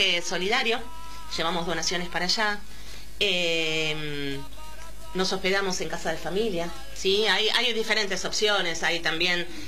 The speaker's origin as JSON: {"language": "Spanish", "town": "Bernal", "region": "Buenos Aires Province", "country": "Argentina", "said": "Yo soy de Bernal, mira."}